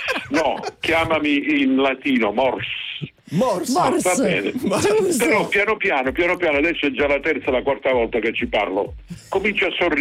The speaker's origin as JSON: {"language": "Italian", "region": "Apulia", "country": "Italy"}